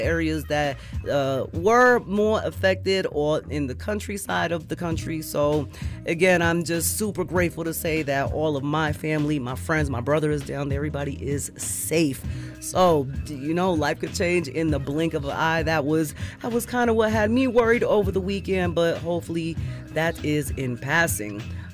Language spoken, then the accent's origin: English; Panama City, Panamá, Panama; now in Denver, United States; I am from Panama City, Panama